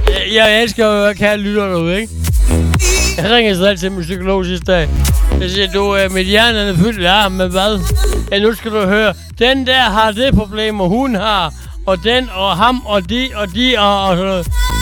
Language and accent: Danish; Region of Southern Denmark, Denmark; Hey, jeg er sønderjyde.